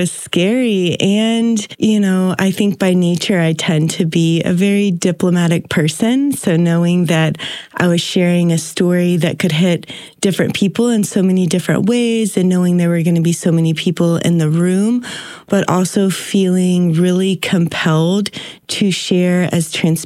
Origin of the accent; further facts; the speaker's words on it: Virginia, United States; moved away as an adult; now in Taos, United States; And now we've been living in Taos for the past year. This is our first visit back home to Virginia. I've never been outside of my home state this long before.